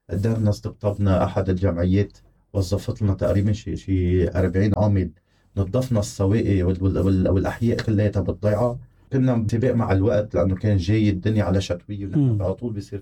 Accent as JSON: {"language": "Arabic", "town": "Bhannine", "region": "North Governorate", "country": "Lebanon", "said": "مدخل ضيعتنا"}